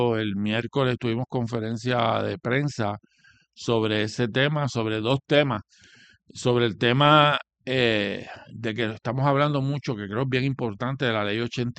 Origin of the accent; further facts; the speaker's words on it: Puerto Rico; somos un país distinto y de que somos un país latinoamericano en términos del caso de Puerto Rico.